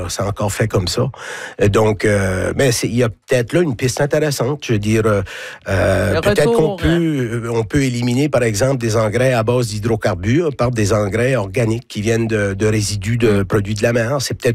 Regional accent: Cap-Pelé, New Brunswick, Canada; C'est particulier pour moi, là. Je suis originaire de Capelée.

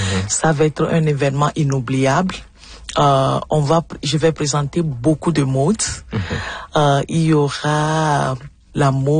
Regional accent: Togo; ma mère, je suis togolaise, et puis ma mère, depuis sa jeunesse, elle était vendeur de pagne. Elle faisait le business entre Nigeria et puis le Togo.

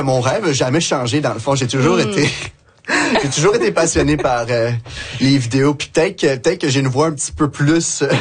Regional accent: Quebec City, Quebec, Canada; Moi je suis né au Québec, je suis né à la ville de Québec à Val-Bélair spécifiquement qui est dans la banlieue de la ville de Québec. Puis j'ai vécu au Québec pendant les 10 premières années de ma vie

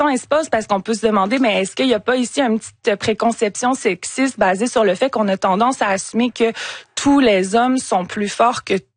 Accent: Canada; giga, méga événement planétaire qui va se tenir pour la première fois entre trois pays cette année, dont chez nous, au Canada.

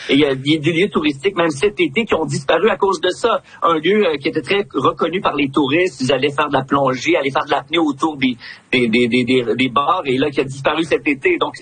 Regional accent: Quebec, Canada; c'est chez nous, au Québec, là.

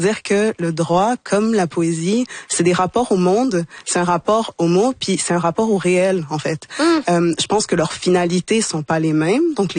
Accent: Port-au-Prince, Ouest, Haiti; born there; Non, c'est comme un peu classique enfants d'immigrants. Moi, je suis née à Port-au-Prince. J'ai grandi ici.

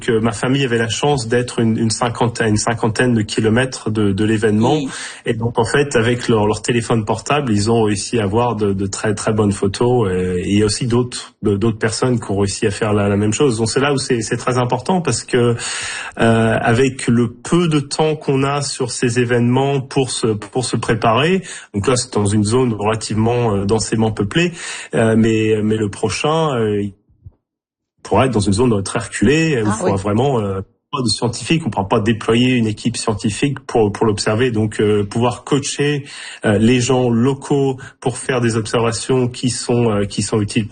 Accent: Normandy, France; now in Australia; c'est très proche de là d'où je viens, en Normandie.

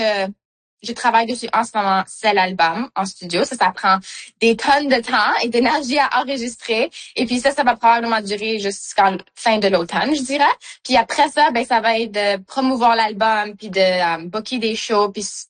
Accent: Manitoba, Canada; Puis moi j'ai des racines comme je suis franco-manitobaine

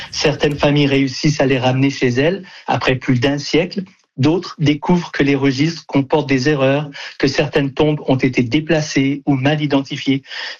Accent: Canada

